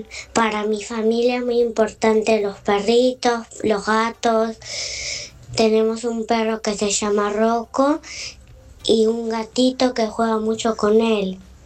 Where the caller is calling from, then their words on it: Villa Ballester, Buenos Aires Province, Argentina; Yo vivo en Ballester.